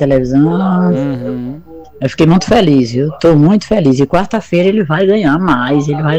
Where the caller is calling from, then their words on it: Pau D'Arco do Piauí, Piauí, Brazil; Águas Belas, Pau D'Arco do Piauí.